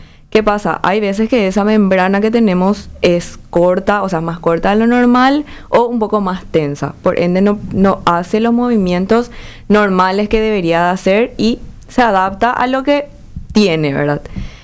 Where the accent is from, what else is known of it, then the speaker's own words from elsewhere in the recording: Paraguay; sí, somos paraguayos.